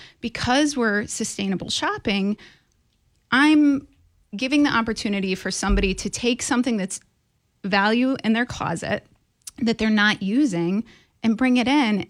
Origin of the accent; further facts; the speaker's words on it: Sidney, New York, United States; moved away as an adult; now in Oneida, United States; I grew up in Sydney. My family is from the area. My mom being from Sydney, my dad from Bainbridge. My whole family's still there.